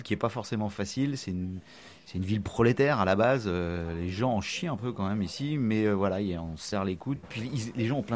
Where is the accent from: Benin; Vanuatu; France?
France; Brest, Brittany; also born or lived in Paris; Ouais, je suis né à Brest, ouais, j'ai passé mon enfance à Brest, après j'ai un peu bougé, voilà, Plougastel, Quimper, puis je suis revenu à Brest pour mes études